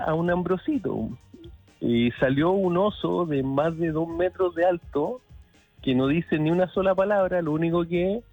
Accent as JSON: {"language": "Spanish", "town": "Viña del Mar", "region": "Valparaíso", "country": "Chile", "said": "yo que soy de Viña"}